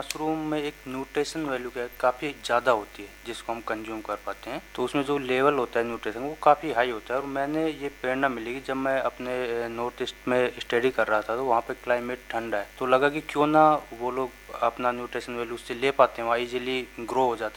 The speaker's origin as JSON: {"language": "Hindi", "area": "Alwar district", "region": "Rajasthan", "country": "India", "said": "मैं एक अलवर डिस्ट्रिक्ट के छोटे से गांव सिरोड़ खुर्द से रहने वाला हूं जो मुंडावर तहसील में पड़ता है।"}